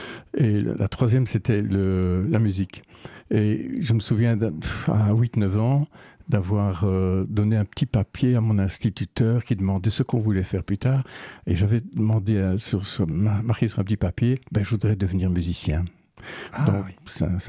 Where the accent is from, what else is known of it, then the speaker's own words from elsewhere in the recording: Hasselt, Flanders, Belgium; also born or lived in Landen / Brussels; mon papa étant militaire, donc j'ai grandi à Hasselt, Landen, Bruxelles.